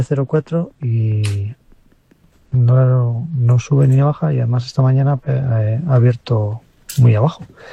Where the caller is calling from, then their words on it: Madrid, Community of Madrid, Spain; de Madrid.